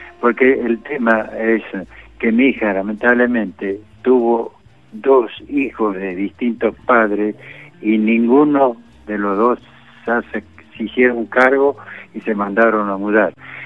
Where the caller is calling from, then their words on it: Ituzaingó, Buenos Aires Province, Argentina; de Ituzaingó.